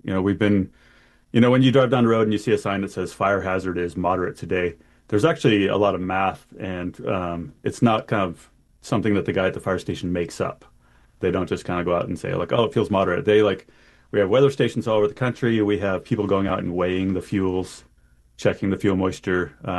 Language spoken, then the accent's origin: English; Lassen County, California, United States; I'm from Lassen County, have family in Plumas County.